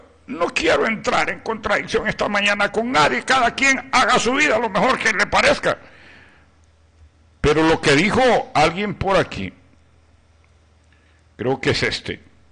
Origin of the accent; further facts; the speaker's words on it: Guaimaca, Francisco Morazán, Honduras; born there; moved away; Allá en mi pueblo querido Guaymaca, en mi adorado barrio abajo